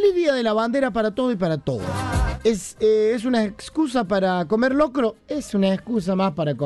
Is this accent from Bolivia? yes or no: no; Argentina; Como argentinos debemos reconocer que es la excusa más linda de poner una bandera en la ventana de nuestras casas